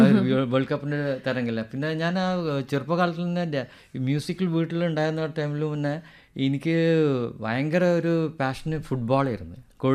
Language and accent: Malayalam; Kerala, India; ഞങ്ങൾ ശരിക്കും മലബാറി പ്രോപ്പർ മലബാറി തന്നെയാണ് ബോൺ ആൻഡ് ബ്രോട്ടപ്പ്. അപ്പോൾ ഞങ്ങൾ റൂട്ട്സ് എനിക്കൊന്ന് കണ്ണൂർ ഉണ്ട്, ഹട്ടൻസ് ഉണ്ട്, പിന്നെ തലശ്ശേരി ഉണ്ട്, കാലിക്കറ്റ് ഉണ്ട്. അപ്പോൾ നമ്മളെ കുറേ ഫാമിലി ആ ഭാഗങ്ങളിലുണ്ട്. മലബാർ തന്നെയാണ് നമ്മളത്.